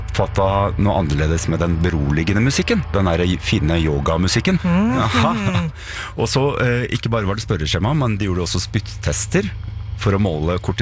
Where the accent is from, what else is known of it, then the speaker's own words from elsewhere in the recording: Edmonton, Alberta, Canada; Dette er altså kanadiske forskere fra Edmonton, og det kommer til å være et poeng snart at jeg er fra Edmonton.